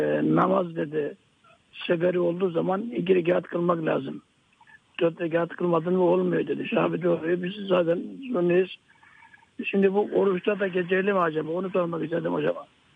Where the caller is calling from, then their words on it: Trabzon, Turkey; Ben Trabzon'dan arıyorum, Erzurum'dan değil yalnız.